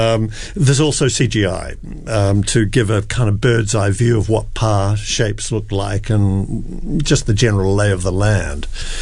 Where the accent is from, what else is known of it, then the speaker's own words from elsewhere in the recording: New Zealand; as a New Zealander